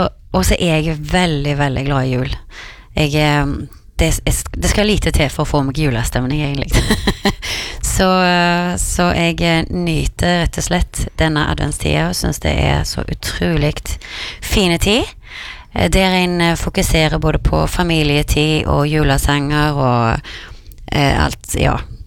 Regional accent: Karmøy, Rogaland, Norway; i hjembyen min på Karmøy

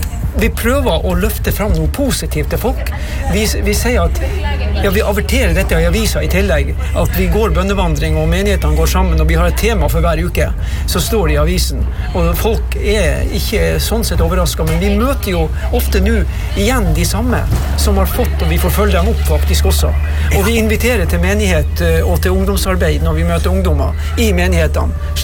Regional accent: Øksnes, Nordland, Norway; jeg er født og oppvokst i Øksnes i Vesterålen, sammen med mine 9 søsken

